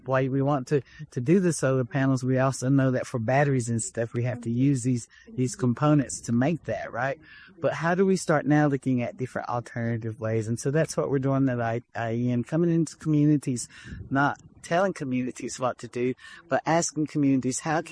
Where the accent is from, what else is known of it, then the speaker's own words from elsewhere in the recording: Cherokee, North Carolina, United States; I'm from the Eastern Band of Cherokee, from Cherokee, North Carolina. We're one of the three sister tribes, which we are in our traditional homeland of our people, Anigadua.